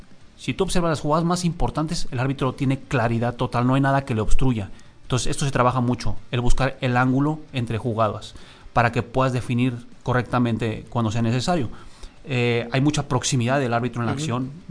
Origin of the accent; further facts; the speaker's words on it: Tecate, Baja California, Mexico; also born or lived in Mexico City; en la ciudad que yo crezco, donde yo me desarrollo, porque soy nacido en la Ciudad de México, pero crezco en la ciudad de Tecate, California